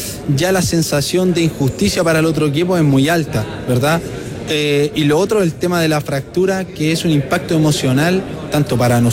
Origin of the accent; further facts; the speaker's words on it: Chile; algún día nosotros como chilenos podríamos tener algo así, tan grande, tan tecnológico.